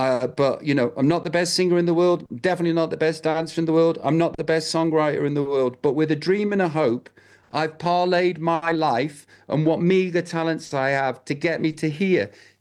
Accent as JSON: {"language": "English", "town": "Stoke-on-Trent", "region": "West Midlands", "country": "United Kingdom", "said": "I am from Stoke-on-Trent."}